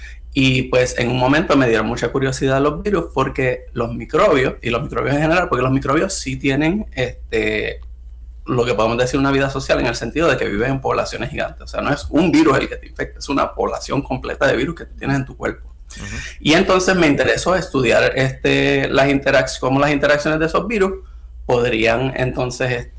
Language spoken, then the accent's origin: Spanish; San Juan, Puerto Rico; moved away as an adult; also born or lived in Mayagüez; now in Davis, United States; yo me crié en Río Piedra. Estudié en la High de la Universidad de Puerto Rico, la Escuela Secundaria de la Universidad de Puerto Rico, UHSFUA.